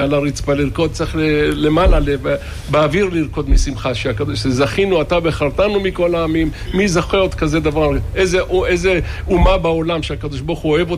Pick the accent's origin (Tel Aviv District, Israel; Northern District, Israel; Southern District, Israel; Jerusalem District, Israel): Tel Aviv District, Israel; Bat Yam; born or raised there